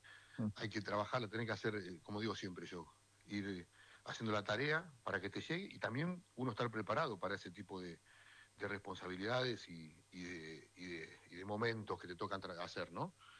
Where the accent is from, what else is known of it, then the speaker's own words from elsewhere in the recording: Argentina; Uruguay, yo me siento muy argentino, y no sé, yo me acuerdo cuando íbamos con el Cholo de chiquito, que nos enfrentábamos a Brasil en los juveniles